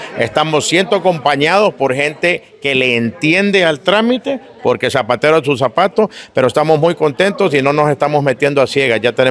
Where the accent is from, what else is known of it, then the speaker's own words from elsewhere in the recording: Honduras; Somos dos hondureños bien nacidos los que estamos en esto